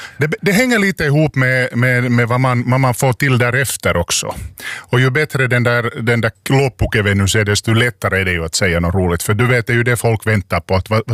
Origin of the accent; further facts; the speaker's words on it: Finland; Som finlandssvensk så jag visste nog det